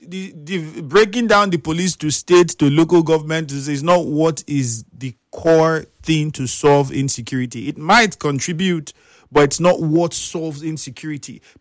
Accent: Nigeria; as a Nigerian, speaking as a Nigerian

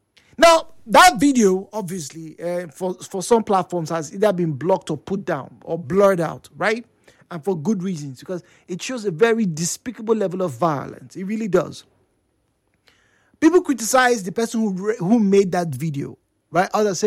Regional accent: Nigeria; it's something that, as a Nigerian, and maybe as a human being, and probably as an African human being, you know, you probably have had a personal experience.

